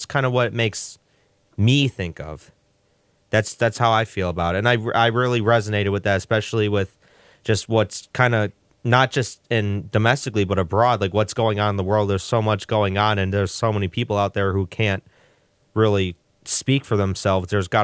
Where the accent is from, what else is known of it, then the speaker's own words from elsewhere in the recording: Joliet, Illinois, United States; I'm from Joliet